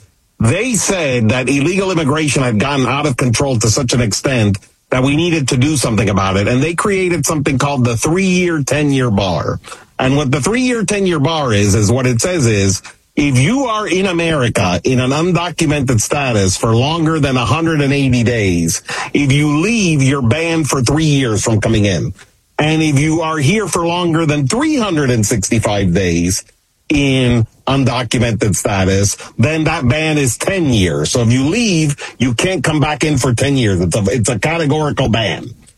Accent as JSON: {"language": "English", "region": "Florida", "country": "United States", "said": "because I'm from Florida and I lived in D.C."}